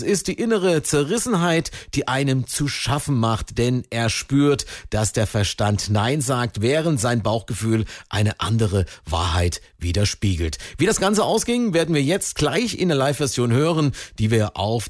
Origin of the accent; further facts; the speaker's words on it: Waltershausen, Thuringia, Germany; gibt es musikalische Grüße aus der Partnerstadt, meiner Heimatstadt Waltershausen in Thüringen.